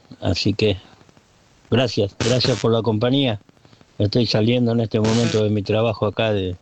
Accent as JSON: {"language": "Spanish", "town": "Benito Juárez", "region": "Buenos Aires Province", "country": "Argentina", "tie": "born or raised there", "moved": "yes", "lives_now": "Misiones, Argentina", "said": "donde viví de niño, donde viví, fue en Benito Juárez, donde yo me crié, en la provincia de Buenos Aires."}